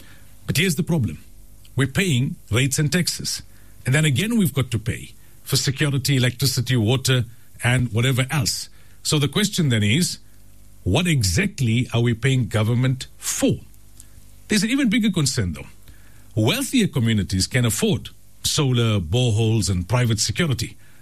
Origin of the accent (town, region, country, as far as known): South Africa